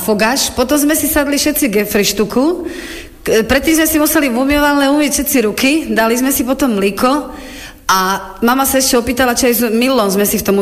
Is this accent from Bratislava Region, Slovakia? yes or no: no; Bánovce nad Bebravou, Trenčín Region, Slovakia; born there; ja som z Bánoviec nad Bebravou, tam som sa narodila